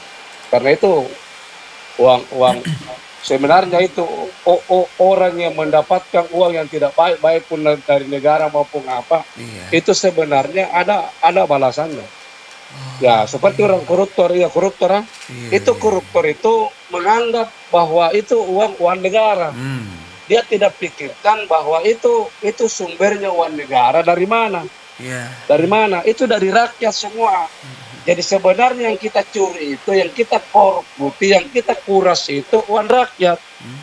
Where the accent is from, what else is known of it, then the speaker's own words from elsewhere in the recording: Makassar, South Sulawesi, Indonesia; Jadi saya kan termasuk lahir di Makassar, orang Makassar. Itu tentu banyak teman ya. Jadi saya bukan pendatang.